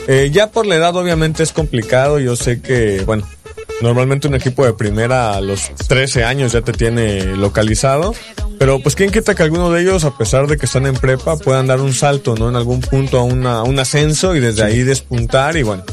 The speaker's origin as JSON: {"language": "Spanish", "country": "Mexico", "said": "somos buenos mexicanos"}